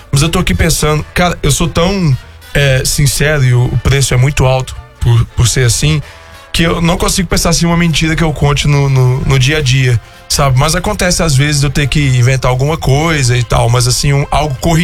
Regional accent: Brasília, Federal District, Brazil; also born or lived in Goiânia; E eu fui criado lá em Brasília, lá na Asa Norte.

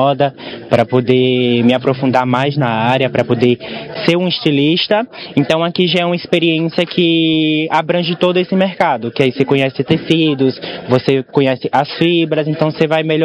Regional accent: Northeast Region, Brazil; moved away as an adult; Eu sou do Nordeste, então eu vim para cá quando eu completei 18 anos.

